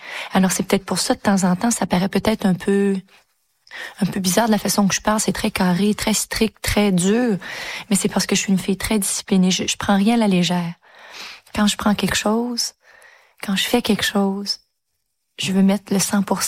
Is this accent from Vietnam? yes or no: no; Canada; je suis canadienne, je connais pas l'Eurovision du tout.